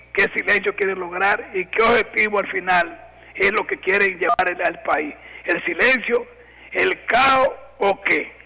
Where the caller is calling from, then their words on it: Navarrete, Santiago, Dominican Republic; Navarrete City.